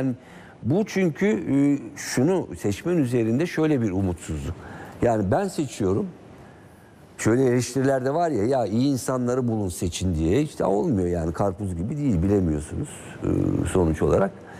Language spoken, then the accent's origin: Turkish; Aydın, Turkey; Ama yani şimdi işte Aydın'daki seçmen, ki ben Aydınlıyım.